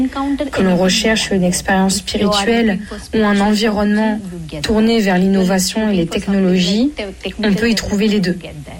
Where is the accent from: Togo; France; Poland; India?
India; Bangalore, Karnataka; Je suis originaire de Bangalore, dans l'état de Karnataka, situé dans le sud de l'Inde.